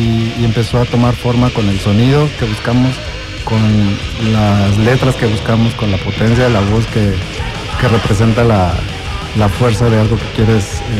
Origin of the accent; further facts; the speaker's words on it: Mexico; somos mexicanos.